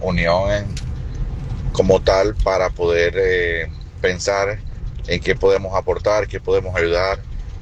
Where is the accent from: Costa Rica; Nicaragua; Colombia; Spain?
Nicaragua; moved away; Y pues yo soy nicaragüense. Y igual nosotros también hemos tenido esas situaciones, pues, y hemos contado con ayuda y apoyo de mucha gente estando fuera de Nicaragua.